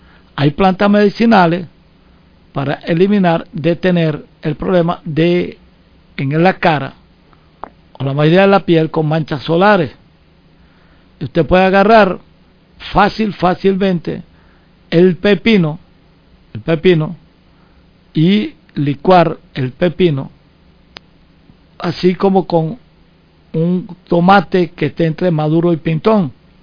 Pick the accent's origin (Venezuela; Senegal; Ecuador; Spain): Venezuela; born there; moved away; Yo nací en Boca de Drago, a 17 para 18 horas de aquí de la ciudad capital.